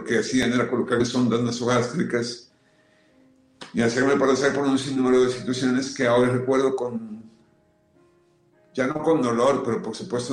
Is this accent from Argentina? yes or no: no; Colombia; yo soy colombiano, pero tengo un corazón mexicano. Luego también México es mi segundo terruño.